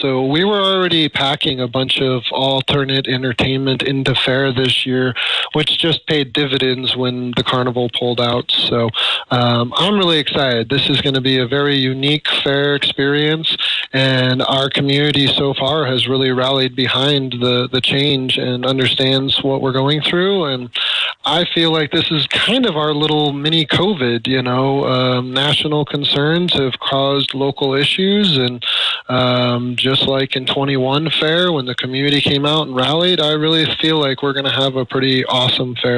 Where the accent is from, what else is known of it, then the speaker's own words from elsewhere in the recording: Alaska, United States; I was fortunate to be born and raised in Alaska, and we traveled all over the lower 48s for summers